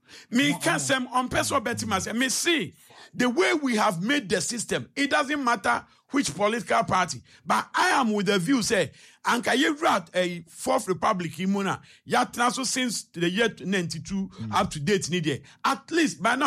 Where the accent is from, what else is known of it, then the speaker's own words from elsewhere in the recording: Ghana; I'm telling you my pain as a Ghanaian.